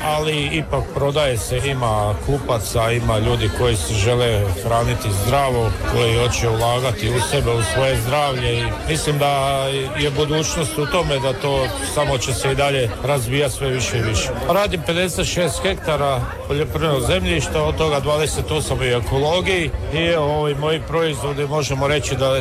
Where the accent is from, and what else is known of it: Koritna, Osijek-Baranja County, Croatia